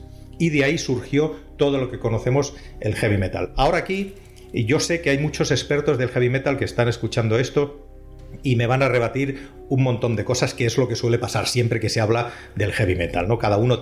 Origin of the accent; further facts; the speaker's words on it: Finland; now in Spain; yo nací en Finlandia, yo me he criado allí, he trabajado, he estudiado allí bastantes años, aunque la mayor parte de mi vida, toda mi vida prácticamente la he vivido aquí en España.